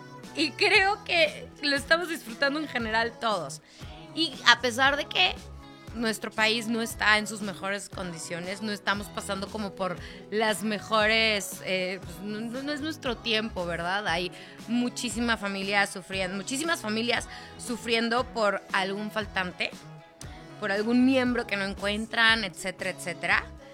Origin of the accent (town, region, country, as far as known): Mexico